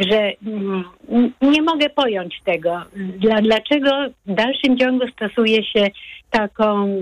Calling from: Wałcz, West Pomeranian Voivodeship, Poland; Dzwonię z Wałcza, otoczonego lasami i jeziorami.

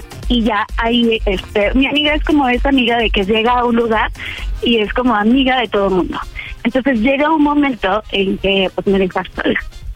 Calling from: Mexico City, Mexico; Tengo 30 años, soy de la Ciudad de México.

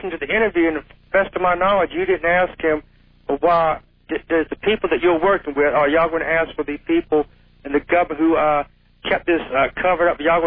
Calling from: Daytona Beach, Florida, United States; Yeah, I'm calling from Daytona Beach, Florida.

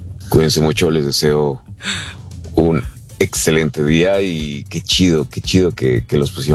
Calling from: Mexico City, Mexico; Soy de la Ciudad de México.

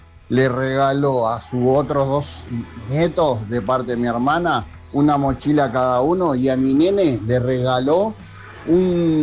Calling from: Berazategui, Buenos Aires Province, Argentina; de Berazategui

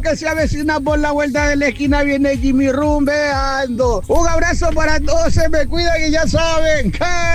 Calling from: Guayaquil, Guayas, Ecuador; Por aquí estamos en un sol tremendo en Guayaquil

